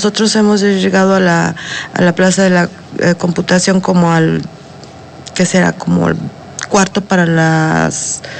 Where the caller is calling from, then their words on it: Apizaco, Tlaxcala, Mexico; venimos de Apizaco, no somos de aquí